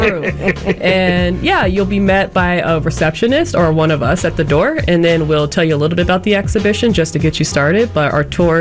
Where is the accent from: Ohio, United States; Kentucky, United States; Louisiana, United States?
Ohio, United States; Cincinnati; now in Milwaukee, United States; I am a transplant. I'm from Cincinnati, Ohio, so I'm still from the Midwest, from a different part of it.